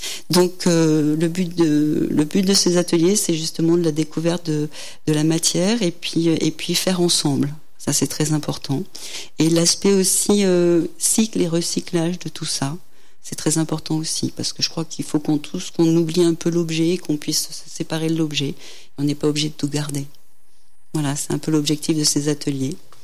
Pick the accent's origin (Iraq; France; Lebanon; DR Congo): France; Grenoble, Auvergne-Rhône-Alpes; now in Mens, France; Je suis née à Grenoble. Et en fait, j'ai attaqué à l'âge de 7 ans dans un atelier poterie d'une maison de l'enfance, à Prémol, au village olympique à Grenoble.